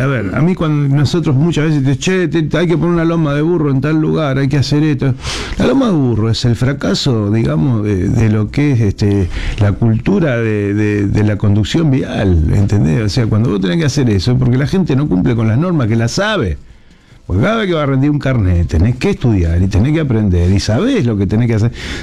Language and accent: Spanish; Argentina; los argentinos, viste, que somos pasionales